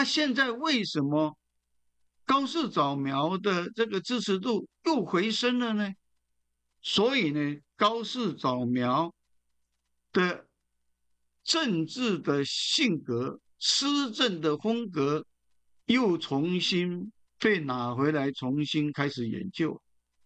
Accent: Taiwan; 我们台湾人很熟悉的

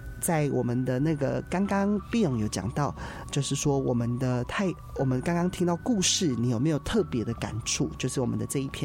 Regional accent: Yilan County, Taiwan; accent: Siji Atayal dialect; 那最后一个就是我自己的方言叫做四季泰雅语，那四季泰雅语就因为我们的部落叫 Skigun, 所以我们的简称就叫做 Skigun

